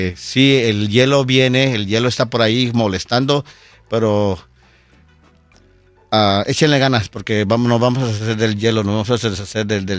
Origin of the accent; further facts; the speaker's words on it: Guatemala; moved away; Pues habrá muchos que no recuerdo tú, porque habían en ese tiempo, imagínate, ya llovió cuando yo salí de Guatemala.